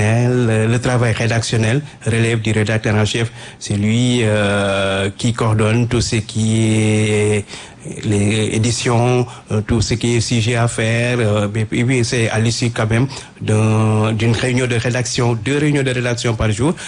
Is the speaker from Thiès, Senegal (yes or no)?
yes; Pout, Thiès, Senegal; also born or lived in Dakar / Rufisque; c'est un Sénégalais, un citoyen sénégalais qui est né à Dakar, mais qui a grandi à Poutre. Ma ville d'origine, c'est Poutre. J'habite à Poutre dans la région de Thiès. C'est là-bas que j'ai fait mes études primaires.